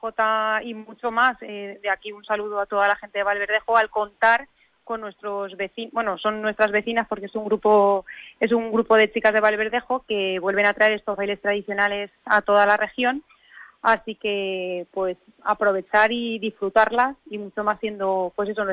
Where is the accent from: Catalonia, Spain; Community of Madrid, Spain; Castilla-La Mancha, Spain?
Castilla-La Mancha, Spain; Gabaldón; de mi pueblo, Carolina? Gabaldón, somos todos en una, somos un pueblo muy unido